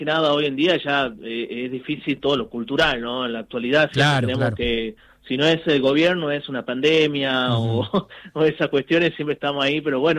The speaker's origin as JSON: {"language": "Spanish", "region": "Tucumán", "country": "Argentina", "tie": "born there", "said": "Me dicen, che, pero se fue santiagueño don …, y bueno, yo nací en Tucumán."}